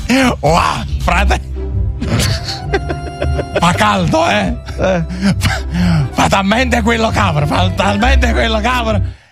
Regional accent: Naples, Campania, Italy; Ma io non posso farlo perché io sono di Napoli.

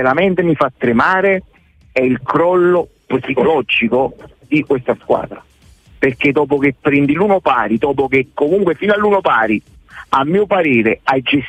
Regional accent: Torre Annunziata, Campania, Italy; io sono di Torre Annunziata, quindi dovevo arrivare, è diventato un viaggio, poi uno diventa tutto, e sono vecchiotto, sono 69.

